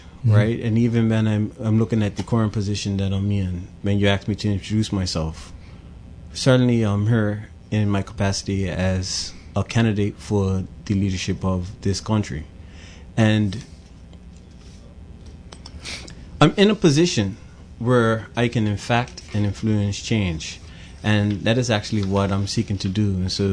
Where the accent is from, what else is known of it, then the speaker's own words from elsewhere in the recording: Pembroke, Bermuda; Growing up in Pembroke, attending West Pembroke Primary School, then moving on to the Barclay Institute